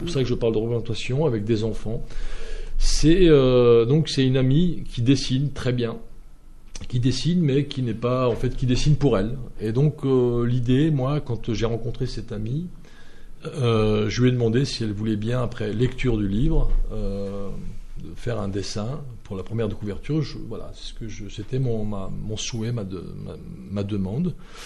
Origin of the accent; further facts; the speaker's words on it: France; born there; Moi, je ne viens pas d'Algérie, je suis né en France, mais j'ai repris contact avec ma famille là-bas.